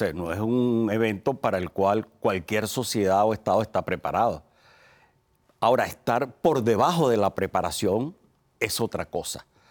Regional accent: Venezuela; yo como venezolano

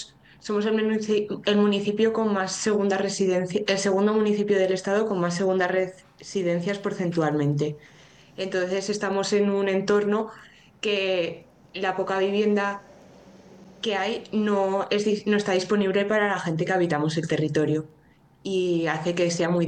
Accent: Benasque, Aragon, Spain; born there; He podido quedarme en mi pueblo

